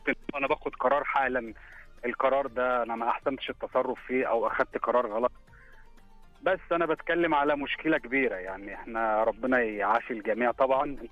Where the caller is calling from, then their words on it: Eastern Province, Saudi Arabia; من الشرقيه.